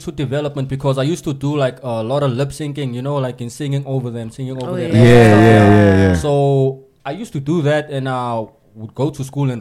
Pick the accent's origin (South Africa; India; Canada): South Africa; Growing up in the Kasi, it's actually a nice learning curve, you know.